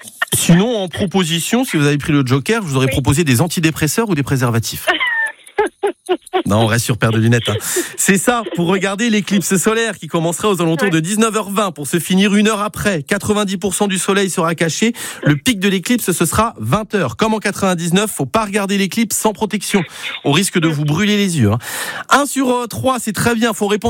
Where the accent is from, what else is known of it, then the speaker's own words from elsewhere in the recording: Grand Est, France; comme on a grandi en Moselle, qu'on capte les radios allemandes